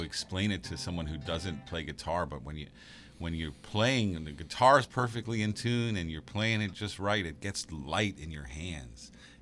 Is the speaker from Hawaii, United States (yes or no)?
no; West Virginia, United States; that little guitar I have on Zeus, that parlor guitar, is from my hometown in West Virginia.